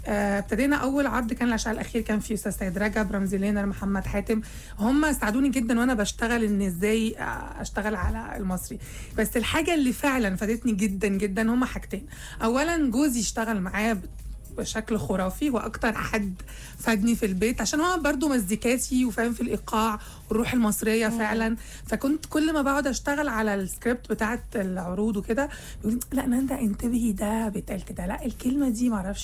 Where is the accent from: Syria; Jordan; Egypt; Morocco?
Syria; أنا سورية الأب والأم.